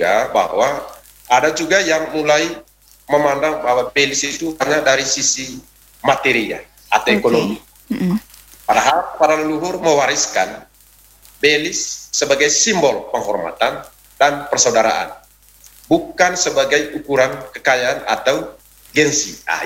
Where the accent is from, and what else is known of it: East Nusa Tenggara, Indonesia